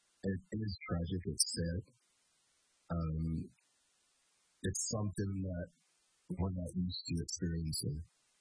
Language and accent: English; Bermuda; Coming from a small country, island, and community is mostly a blessing. One of the benefits of growing up in Bermuda was that we so often looked out for one another.